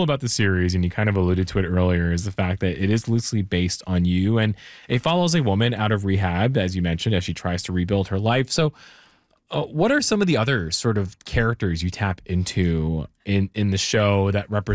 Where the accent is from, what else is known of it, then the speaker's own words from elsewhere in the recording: Brampton, Ontario, Canada; They showered up Brampton. I'm from Brampton. I was definitely hooked when I watched that.